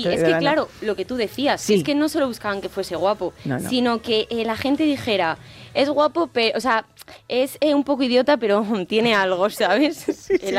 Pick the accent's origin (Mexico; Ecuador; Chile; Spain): Spain; Salamanca, Castile and León; Y soy salmantina.